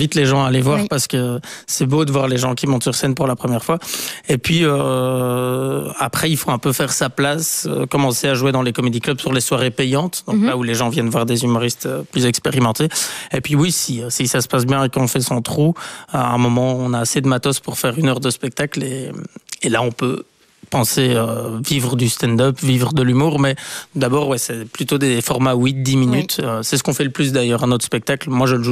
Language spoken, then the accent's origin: French; Bastogne, Wallonia, Belgium; moved away as an adult; now in Brussels, Belgium; Moi j'ai grandi là-bas jusqu'à mes 18 ans, puis je suis venu à Bruxelles pour les études